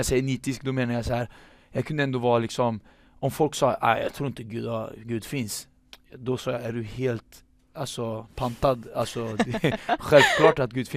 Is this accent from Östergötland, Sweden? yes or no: yes; Norrköping, Östergötland, Sweden; also born or lived in Stockholm; Jag växte upp i Norrköping, men jag föddes i Stockholm och min pappa är från Peru. Och min mamma är svensk